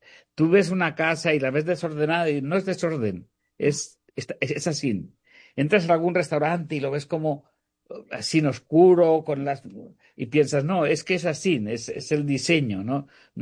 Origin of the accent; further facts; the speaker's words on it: Spain; moved away; Cuando regreso a España me pongo a llorar cada vez que llego porque amo mi tierra y 1.000 amigos